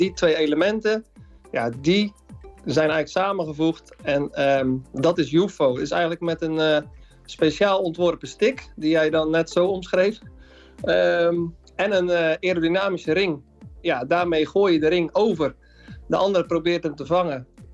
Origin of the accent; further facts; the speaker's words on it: Netherlands; als Nederlander